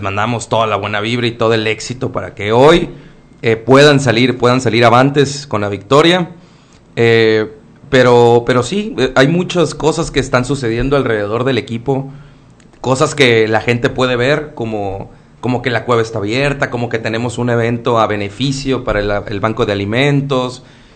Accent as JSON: {"language": "Spanish", "town": "Mazatlán", "region": "Sinaloa", "country": "Mexico", "said": "Si bien no soy de aquí, soy de Mazatlán, pero pues a través de la familia, a través de todos los viajes que he hecho acá, conozco el estado"}